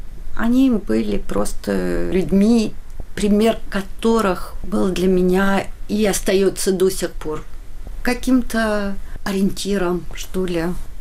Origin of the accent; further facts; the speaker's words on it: Paris, Île-de-France, France; Родилась я в Париже, но вскоре родители купили очень старый дом конца 17 века за городом. 15 километров от Парижа